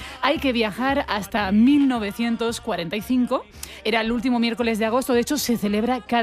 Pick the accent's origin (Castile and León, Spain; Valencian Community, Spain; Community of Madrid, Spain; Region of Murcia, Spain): Valencian Community, Spain; Gandia; Valenciana de Gandía.